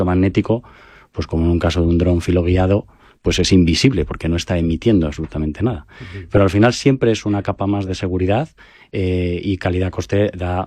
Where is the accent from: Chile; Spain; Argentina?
Spain